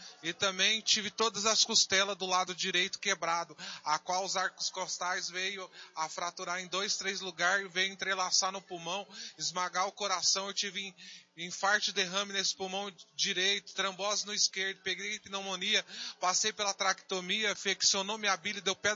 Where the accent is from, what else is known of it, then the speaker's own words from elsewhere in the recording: Franca, São Paulo, Brazil; Vim de Franca.